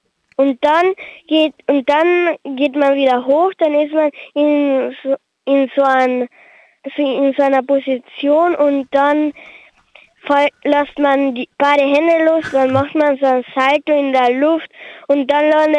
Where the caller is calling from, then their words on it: Carinthia, Austria; Ich bin 8 Jahre alt und ich komme aus Brücken. Das liegt im Bundesland Kärnten.